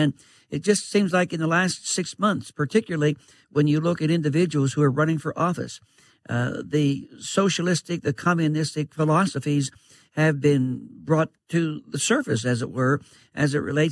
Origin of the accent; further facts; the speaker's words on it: United States; now in Altoona, Pennsylvania, United States; Hey, I'm an American.